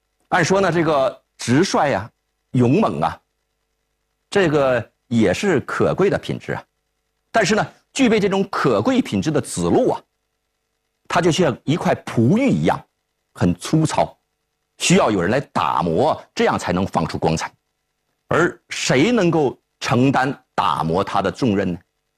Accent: China

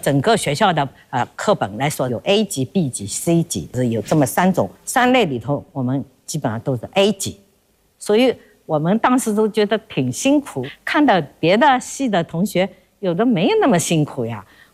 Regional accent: China; 我们中国人真是站起来了

